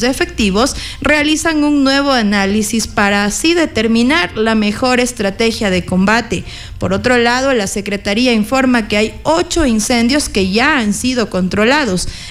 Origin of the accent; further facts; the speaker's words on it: Ecuador; la situación compleja en la que nos hemos visto como ecuatorianos durante estos días